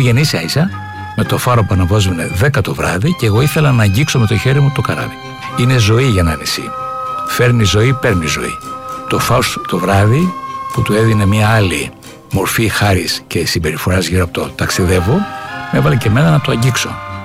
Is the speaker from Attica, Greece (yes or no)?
no; Chios, North Aegean, Greece; Το περπάτημά μου στο λιμάνι της Χίου. Όταν ήμουν 5-6 χρονών, η Χίος ήταν φτωχική όπως όλη η Ελλάδα.